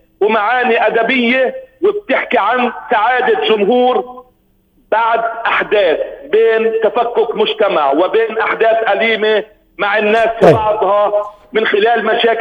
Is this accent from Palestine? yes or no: yes; Palestine; وبنعرف إحنا أبناء البلد وبنعرف اللي إحنا منمر فيه كشعب فلسطيني